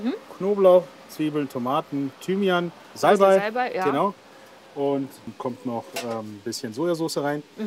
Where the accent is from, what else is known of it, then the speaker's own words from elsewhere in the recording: Tettnang, Baden-Württemberg, Germany; ich bin aus Tettnang, aus der schönen Hopfenstadt.